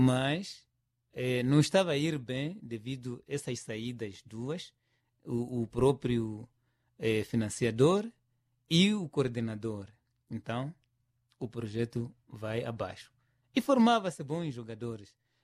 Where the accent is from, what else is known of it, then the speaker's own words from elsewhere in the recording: Niassa, Mozambique; o Desportivo do Niassa era um sucesso e orgulho da nossa província.